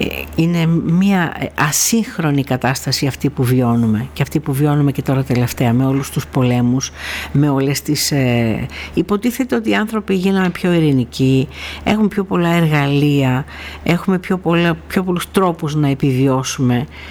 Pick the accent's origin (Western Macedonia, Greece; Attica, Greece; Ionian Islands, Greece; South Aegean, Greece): South Aegean, Greece; Kalymnos; Στην Κάλυμνο, στην ιδιαίτερη πατρίδα μου